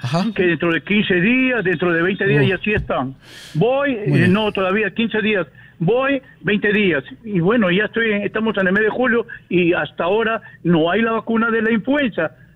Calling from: Lima, Peru; Estoy llamando del distrito de Santiago de Surco.

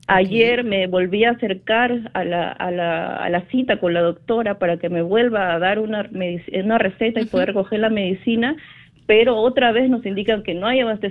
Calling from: Lima, Peru; llamo desde Los Olivos.

